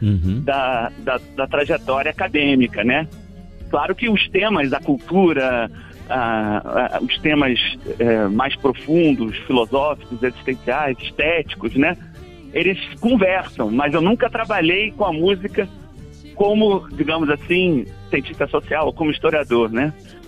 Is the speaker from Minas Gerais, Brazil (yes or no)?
no; Rio de Janeiro, Brazil; born or raised there; now in Distrito Federal, Brazil